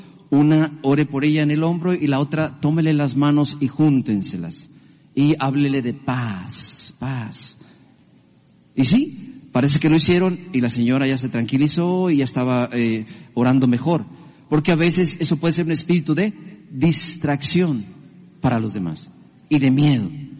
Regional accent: Mexico; now in Los Angeles, United States; En el año 90 yo regresé a México después de estar aquí 1 año y medio

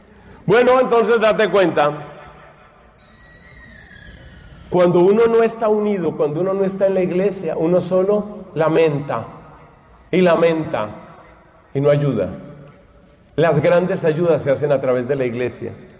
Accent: Colombia; moved away; Me preguntaron de allá de mi país

